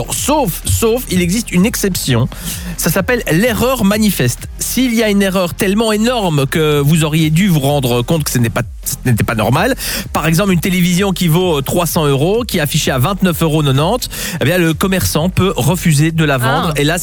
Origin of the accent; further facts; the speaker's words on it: Belgium; chez nous, en Belgique